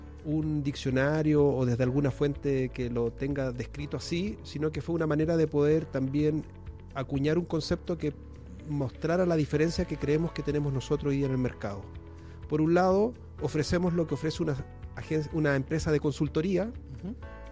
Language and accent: Spanish; Valparaíso, Chile; yo soy por un lado oriundo de la zona, soy porteño, wanderino